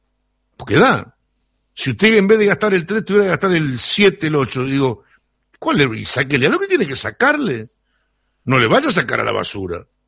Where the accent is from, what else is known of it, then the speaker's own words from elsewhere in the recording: Uruguay; Yo soy uruguayo y lo reconozco.